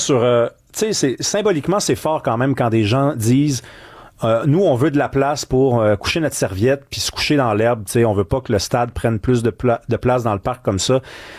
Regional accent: Montreal, Quebec, Canada; Je viens d'NDG, j'habite dans le plateau.

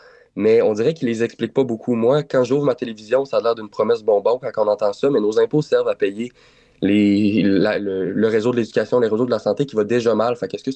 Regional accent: Warwick, Quebec, Canada; moved away as an adult; now in Jonquière, Canada; Moi, j'ai déménagé. Je viens de Warwick, dans le coin de Victoriaville.

